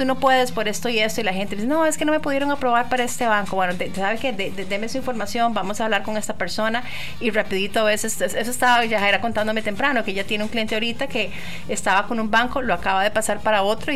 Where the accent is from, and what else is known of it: Costa Rica; now in West Michigan, United States